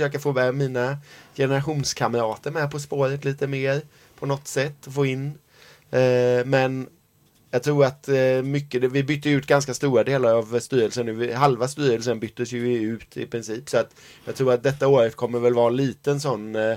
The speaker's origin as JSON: {"language": "Swedish", "town": "Gothenburg", "region": "Västra Götaland County", "country": "Sweden", "tie": "born or raised there"}